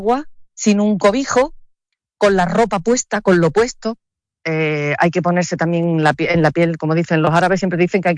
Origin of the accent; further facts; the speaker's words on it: Ceuta, Spain; born there; Es que yo nací aquí ya, yo soy hija de la emigración.